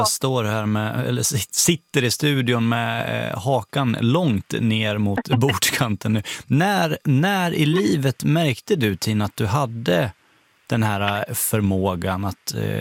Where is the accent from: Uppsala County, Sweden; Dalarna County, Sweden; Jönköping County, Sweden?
Dalarna County, Sweden; Det är mina hemtrakter, eller på att säga. Jag är från Dalarna själv också, så då känner jag mig trygg.